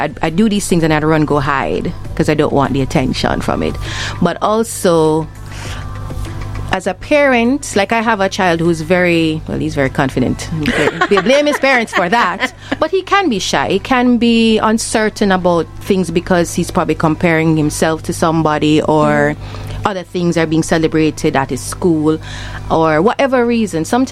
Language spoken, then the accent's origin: English; Spanish Town, Saint Catherine, Jamaica; because I'm from Spanish Town, Spain Town, St. Jay